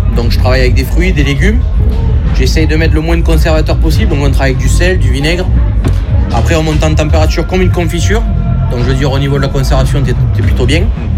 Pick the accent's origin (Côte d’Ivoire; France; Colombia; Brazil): France; Mudaison, Occitanie; Moi je suis à côté, je suis de Mudaison